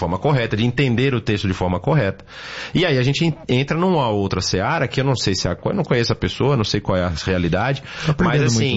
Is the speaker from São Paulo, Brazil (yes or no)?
no; Bahia, Brazil; eu sou da Bahia, eu sei muito bem.